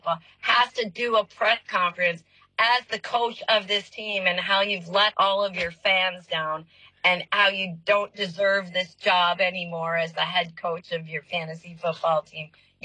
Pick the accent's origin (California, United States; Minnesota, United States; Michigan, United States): Minnesota, United States; we're Minnesotan